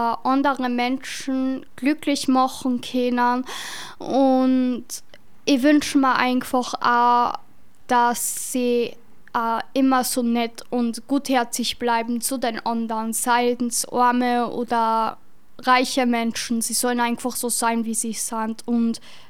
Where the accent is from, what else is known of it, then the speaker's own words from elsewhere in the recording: Bad Ischl, Upper Austria, Austria; Ich komme aus Bad Ischl.